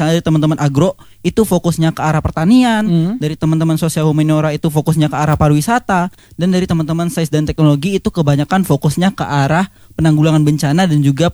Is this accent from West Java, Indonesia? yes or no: no; West Sumatra, Indonesia; Perkenalkan … dari Kabupaten Tanah Datar.